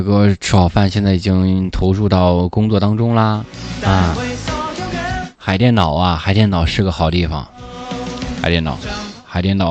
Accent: Jining, Shandong, China; born or raised there; now in Hainan, China

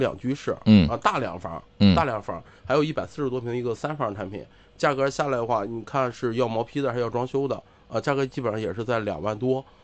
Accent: Hengshui, Hebei, China; 河北来的，我们老乡，我是衡水的，

